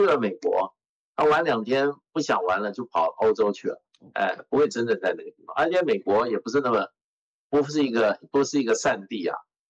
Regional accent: China

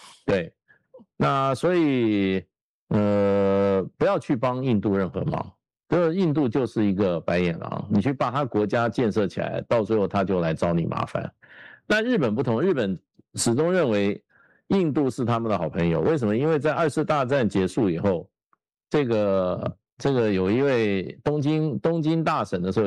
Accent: China

